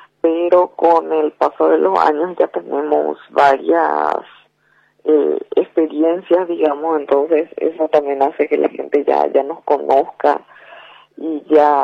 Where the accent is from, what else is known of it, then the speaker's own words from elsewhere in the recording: Yaguarón, Paraguarí, Paraguay; Somos de Yaguarón, pero los últimos tiempos estuvimos ya presentando varias obras también en Asunción.